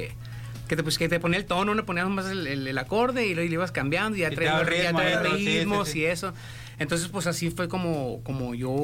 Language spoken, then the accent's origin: Spanish; Hermosillo, Sonora, Mexico; soy de aquí, Hermosillo, orgullosamente de esta tierra, de esta ciudad del sol.